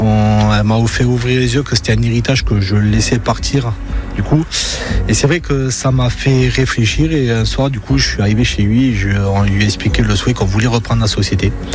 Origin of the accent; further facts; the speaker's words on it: Occitanie, France; moi je suis du Gers, donc voilà, graisse de canard, hein.